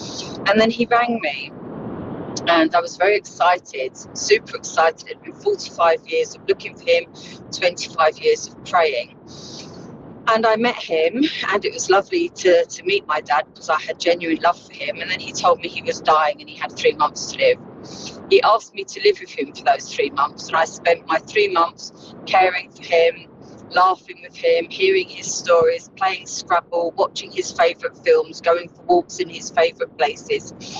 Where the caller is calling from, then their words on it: Southampton, South East England, United Kingdom; I'm from Southampton.